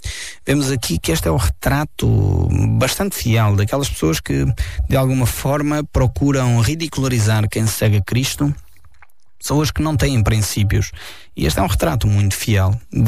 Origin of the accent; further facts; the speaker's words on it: Portugal; Isto é uma tremenda advertência para nós como portugueses.